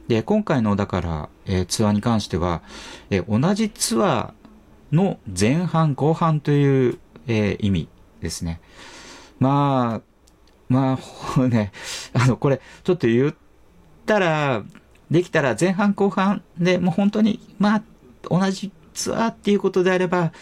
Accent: Sapporo, Hokkaido, Japan; 地元の札幌でなかなかチケットが取れてないっていうのも

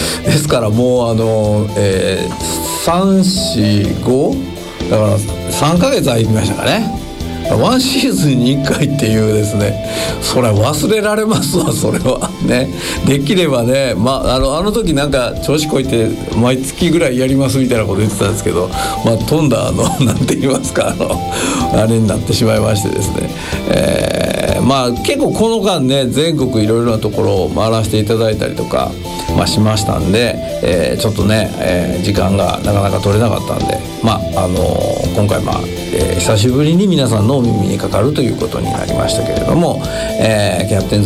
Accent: Kansai, Japan; accent: Kansai; この関西弁で喋ってたらあれなんですけど、横浜縁がありましてですね

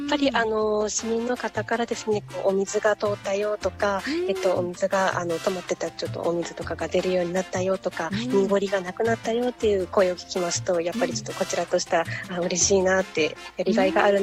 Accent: Amami, Kagoshima, Japan; 生まれも育ちも中勝というか上郷ですね。

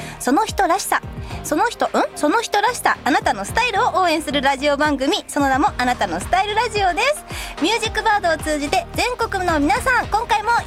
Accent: Sayama, Saitama, Japan; もともと私も狭山市出身なので、はい、美味しい狭山茶でここまで大きくなったんですけど

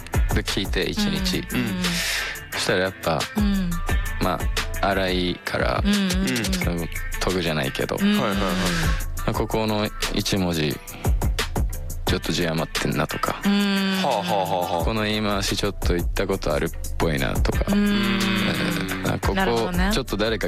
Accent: Akita, Japan; 自分の地元秋田市の須崎ってところなんですけど、そこはちょっとだんだんこう一つにまとまってきてて

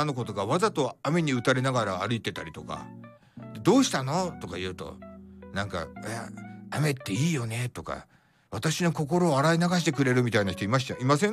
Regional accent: Iwate, Japan; moved away; で僕岩手出身なんで、

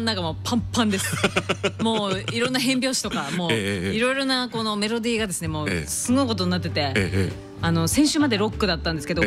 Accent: Yurihonjo, Akita, Japan; まずは6月7日日曜日は、地元秋田県由利本荘市にありますリバーロードというレストランで、ツーマンライブです。

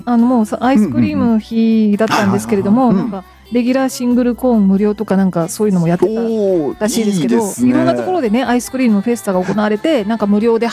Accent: Kagawa, Japan; 実は私あの地元の香川県にいる頃にですね、あの31で、うん、バイトしてたことがあるんですけど

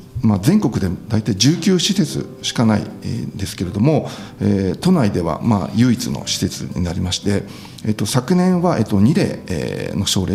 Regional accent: Bunkyo, Tokyo, Japan; 出身地は東京で、まあ、文京区というところで、まあ、生まれ育ちました。まあ、文京区というのは後楽園があったり、まあ、東大があったりする場所なんですけども、

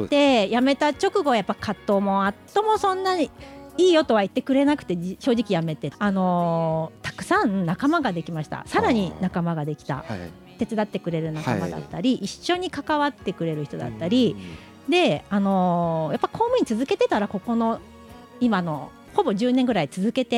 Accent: Shimane, Japan; 作り温泉、私の地元のあの温泉街があるんで

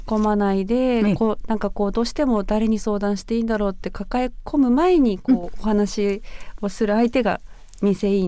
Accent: Sapporo, Hokkaido, Japan; 私も生まれも育ちも西区なので

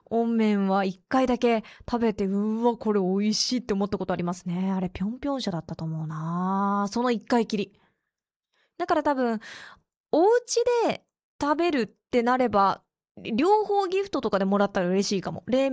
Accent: Morioka, Iwate, Japan; 自分のふるさと盛岡というのをラベルで見ると嬉しくなるもんです。

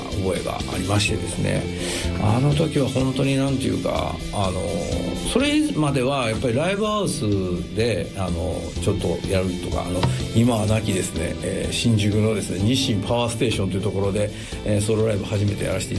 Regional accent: Kansai, Japan; accent: Kansai dialect; この関西弁で喋ってたらあれなんですけど

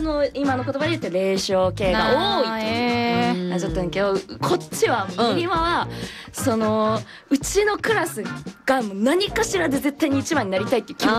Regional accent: Nerima, Tokyo, Japan; 暑い地元なのよ。だから私結構好きなの練馬。

